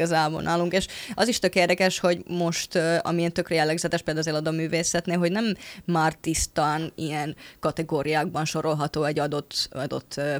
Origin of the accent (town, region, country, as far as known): Finland; now in Hungary